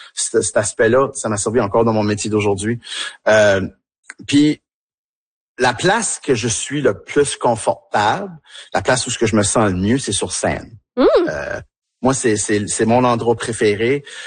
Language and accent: French; Tracadie, New Brunswick, Canada; accent: Tracadie